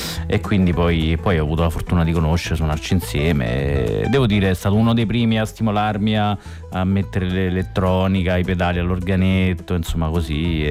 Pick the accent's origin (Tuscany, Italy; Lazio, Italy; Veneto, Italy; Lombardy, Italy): Lazio, Italy; Coreno Ausonio; io suonavo l'organetto nel mio paese e poi ho sentato i primi dischi. Il mio paese si chiama Corena Ausonio, in provincia di Frosinone, Basso Lazio